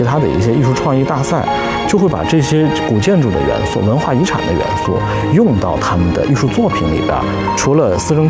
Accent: China

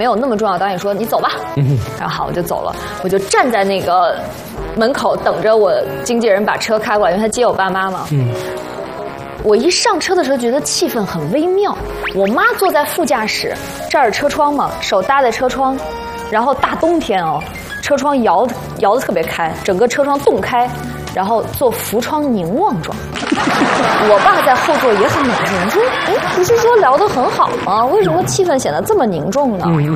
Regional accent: Anhui, China; 然后在我是安徽人嘛，安徽有一句话就是你酒品就是人品

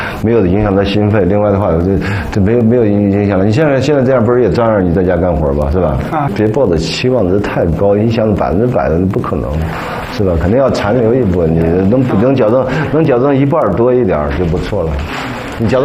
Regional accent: China; 我们中国人

